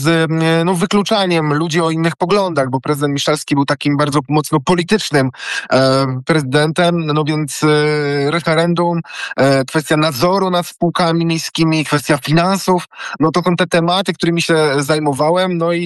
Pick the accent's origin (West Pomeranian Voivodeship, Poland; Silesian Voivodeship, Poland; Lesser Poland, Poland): Lesser Poland, Poland; Kraków; wywodzę się z Nowej Huty, urodziłem się w Nowej Hucie. Można powiedzieć, że wychowało mnie nowochuckie, mistrzejowickie osiedle. Ja jestem z tego dumny.